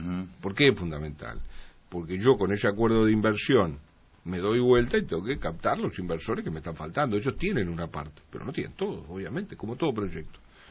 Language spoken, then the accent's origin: Spanish; Uruguay